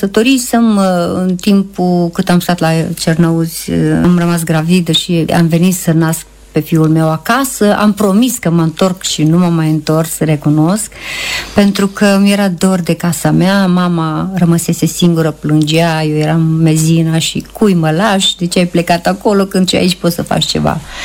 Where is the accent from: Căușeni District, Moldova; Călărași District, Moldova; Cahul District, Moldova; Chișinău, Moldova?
Chișinău, Moldova; Băcioi; mi-era mie cam frică să vin de la Baciu, nu prea aveam cu ce să mă încalț, era noroi